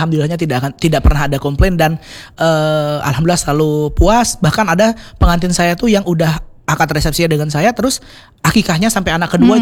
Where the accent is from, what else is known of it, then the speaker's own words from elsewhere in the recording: Palembang, South Sumatra, Indonesia; kalau kita wong Palembang ini banyak cengkoneknya.